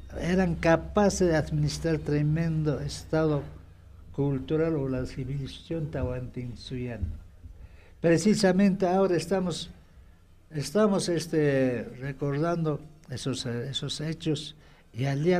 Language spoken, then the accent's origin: Spanish; Acomayo, Cusco, Peru; mi tierra Acomayo